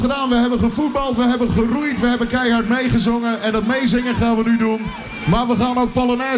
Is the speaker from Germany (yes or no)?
no; northern Netherlands, Netherlands; Nou, dames en heren, wij als Noorderlingen, laten we met z'n allen trots zijn.